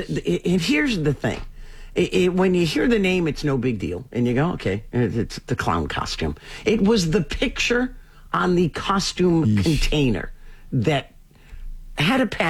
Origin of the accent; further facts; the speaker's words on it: New England, United States; I'm from New England. There was no Starbucks. It was all Dunkin'.